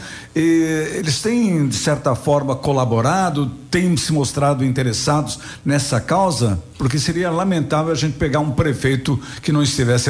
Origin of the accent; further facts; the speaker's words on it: Timbó, Santa Catarina, Brazil; moved away; de onde eu venho, Rodrigo, a cidade de Timbó